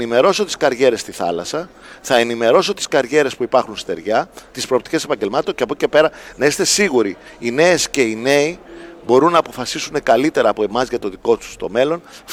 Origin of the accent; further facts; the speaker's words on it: Greece; Χαίρομαι πάρα πολύ που βρίσκομαι στη Θεσσαλονίκη. Χαίρομαι πάρα πολύ που βρίσκομαι στη Βόρεια Ελλάδα